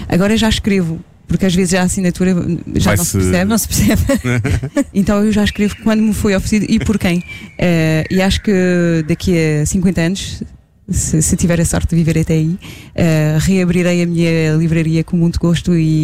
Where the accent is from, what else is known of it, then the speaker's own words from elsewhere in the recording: France; Portuguese is a second language; moved away as an adult; now in Portugal; Nasci em França e sempre vivi lá, só mudei para Portugal quando tive filhos.